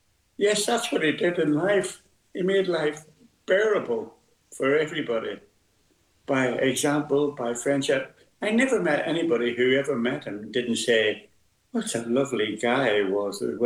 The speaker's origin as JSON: {"language": "English", "town": "Belfast", "region": "Northern Ireland", "country": "United Kingdom", "moved": "yes", "lives_now": "Sunderland, United Kingdom", "said": "We were both from Belfast and Belfast boys"}